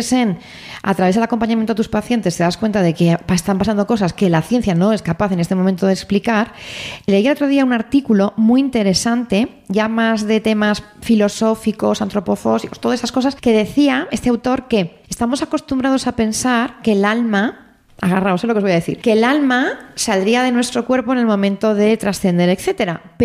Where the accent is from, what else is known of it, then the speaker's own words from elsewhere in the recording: Zaragoza, Aragon, Spain; las jornadas fueron en Zaragoza, en mi tierra